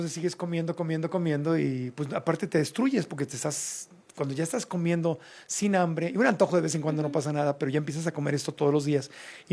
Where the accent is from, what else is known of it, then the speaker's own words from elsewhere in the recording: Mexico City, Mexico; born there; Yo en algún tiempo viví, cuando era niño, aquí en Ciudad de México, vivíamos en Coyoacán